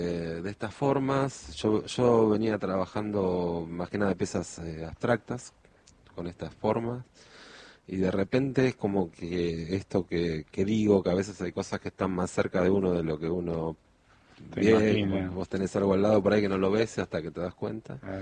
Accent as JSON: {"language": "Spanish", "town": "Lincoln", "region": "Buenos Aires Province", "country": "Argentina", "said": "Vengo de Lincoln."}